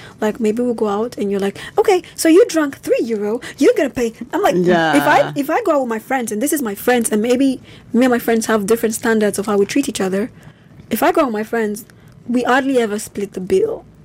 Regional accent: Nigeria; now in Germany; There's still a lot of things to learn as a Nigerian living in Germany, because the culture shocks are so different.

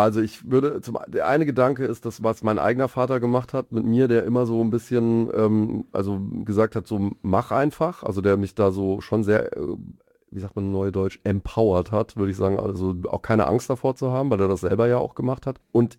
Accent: Mainz, Rhineland-Palatinate, Germany; moved away as an adult; now in Mannheim, Germany

